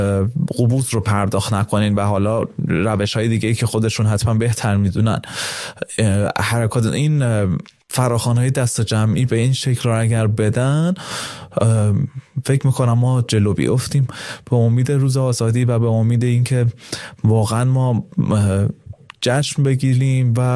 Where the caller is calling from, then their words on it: Tehran, Tehran Province, Iran; سلام، من از تهران هستم.